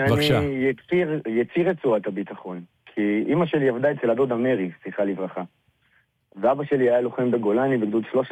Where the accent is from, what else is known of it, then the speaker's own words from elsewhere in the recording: Kiryat Shmona, Northern District, Israel; זה המקום שגדלתי בו. סבא שלי שהגיע לפה לפני עשרות רבות של שנים, ובאמת בנה פה ועבד כל חייו בשמורות הטבע